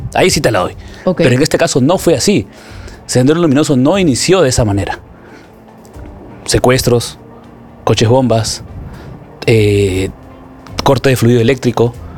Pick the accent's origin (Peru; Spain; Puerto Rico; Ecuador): Peru